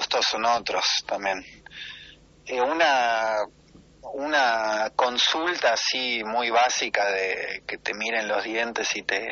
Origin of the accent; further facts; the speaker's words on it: Buenos Aires, Argentina; now in Bern, Switzerland; yo soy de Buenos Aires, entonces tampoco me quiero disfrazar de salteño